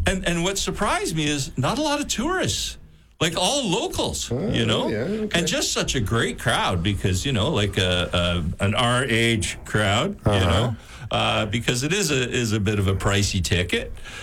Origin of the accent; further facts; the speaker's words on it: Canada; That's my brand, is that Canadian guy.